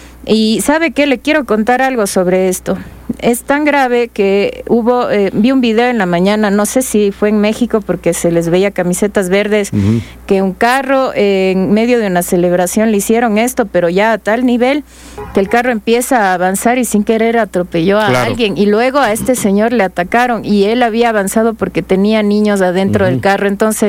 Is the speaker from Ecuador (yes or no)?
yes; Ecuador